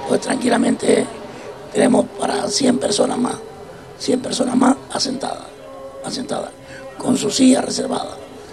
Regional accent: San Isidro, Canary Islands, Spain; born there; also born or lived in San Sebastián de la Gomera; Yo me vine de San Sebastián de 4 años, llevo toda la vida en San Isidro

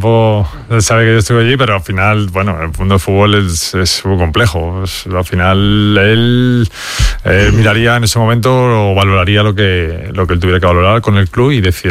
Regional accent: Madrid, Community of Madrid, Spain; Pues nada, me tuve que volver aquí a Madrid, entrenaba con un entrenador que tenía yo cuando era pequeño, entrenábamos en Canillas a las 10 de la noche.

